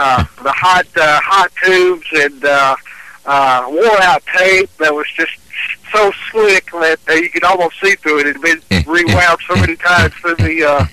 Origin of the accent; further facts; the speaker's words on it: Lawrenceville, United States; And the one from my hometown where I grew up was Lawrenceville.